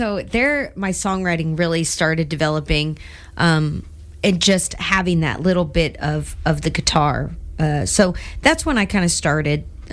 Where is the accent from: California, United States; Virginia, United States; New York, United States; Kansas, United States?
Kansas, United States; Wichita; So I actually, you know, I'm originally from Wichita. And so I did a lot of local theater there